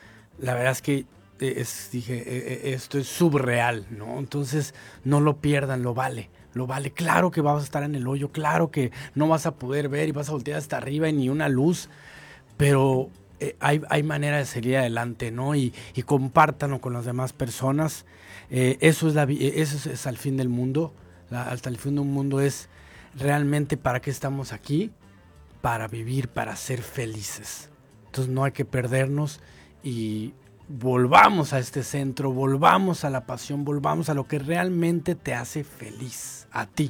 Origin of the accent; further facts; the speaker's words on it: Mexico; moved away; yo siempre también soñé venir a mi tierra. Llevo 23, 24 años fuera